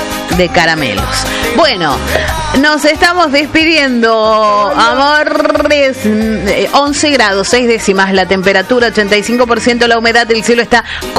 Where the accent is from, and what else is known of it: Argentina